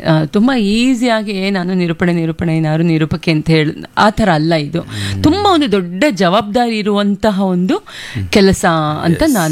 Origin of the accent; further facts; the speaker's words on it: Raichur, Karnataka, India; moved away as an adult; now in Bengaluru, India; ನನ್ನ ಮೂಲತಃ ನನ್ನ ಊರು ರಾಯಚೂರು, ಮೂಲತಃ ಅಪ್ ಟು ಡಿಗ್ರಿವರೆಗೂ ಅಲ್ಲೇ ಓದಿರೋದು.